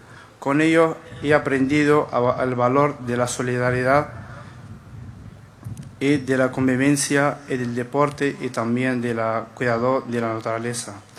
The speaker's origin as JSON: {"language": "Spanish", "country": "Morocco", "moved": "as an adult", "lives_now": "Canary Islands, Spain", "said": "soy de Marruecos y tengo 24 años. Llegué a las costas de Canarias en el año 2020, como tanto otros jóvenes. Dejé de mi hogar buscando una oportunidad"}